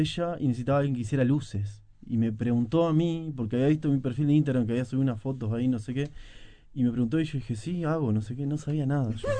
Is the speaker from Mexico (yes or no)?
no; Tacuarembó, Uruguay; also born or lived in Paso de los Toros / Montevideo; Yo viví en Paso de los Toros de niño, en Montevideo algunos años, y después me fui a Tacuarembó, porque aparte vivía mi padre en Tacuarembó, desde que era niño iba allá